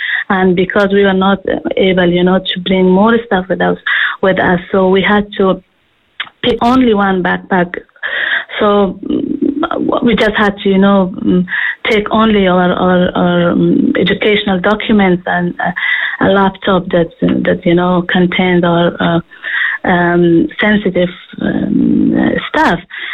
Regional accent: Afghanistan; moved away as an adult; now in Ireland; I'm originally from Afghanistan.

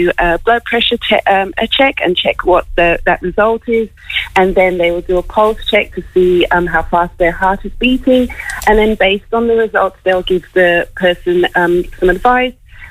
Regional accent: Australia; moved away; I am Australian

